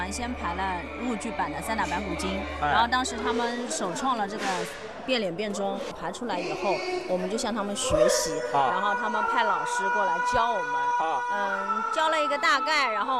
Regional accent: Zhejiang, China; 就是我们浙江人好像就是有一个特点，是不是？什么都敢去尝试。

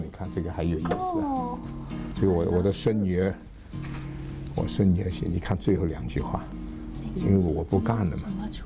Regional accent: Hong Kong; 我们都是中国人，境外啊，境外。那么第二呢，就是说，这个我们香港的说，我们不是境外

